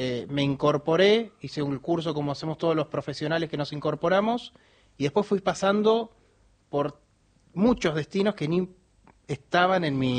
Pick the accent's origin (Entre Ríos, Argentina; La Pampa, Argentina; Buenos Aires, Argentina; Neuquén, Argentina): Buenos Aires, Argentina; Acá, soy porteño.